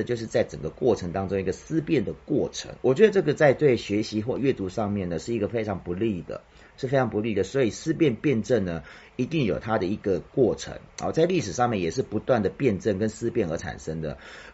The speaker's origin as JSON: {"language": "Chinese", "country": "Taiwan", "tie": "born or raised there", "said": "我个人是一个从小在台湾成长的"}